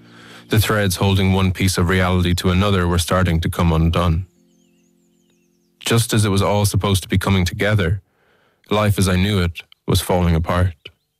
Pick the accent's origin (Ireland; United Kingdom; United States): Ireland; County Offaly; I'm a writer from County Offaly.